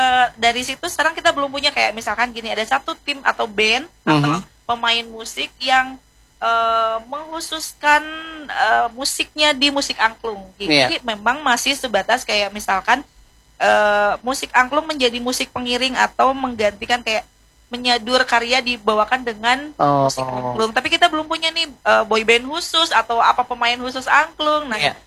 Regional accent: West Java, Indonesia

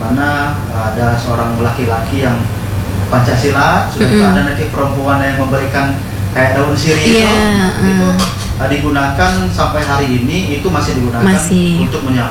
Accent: Bengkulu, Indonesia; memang saya dibesarkan di Bengkulu Utara itu betul-betul dari orang tua, bapak saya dan ibu saya orang Rejang, karena setiap di rumah misalkan kita menggunakan bahasa

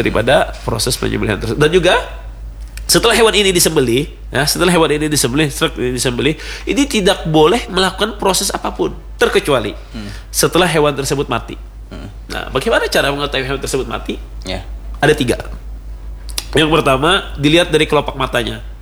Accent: South Kalimantan, Indonesia; karena kita orang Banjar ini banyak memakai ilmu tapaul ya

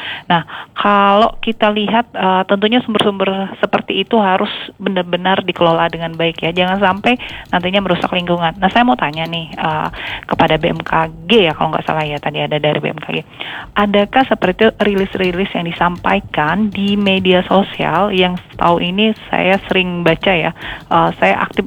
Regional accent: Malang, East Java, Indonesia; kebetulan saya lagi ada di kampus Unsur Indralaya nih. Kalau saya lihat nih, saya dari Malang.

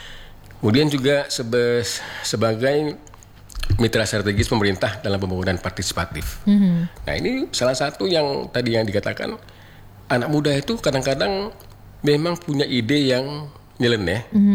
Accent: West Sumatra, Indonesia; kita, warga Sumatera Barat yang berada di Provinsi Sumatera Barat

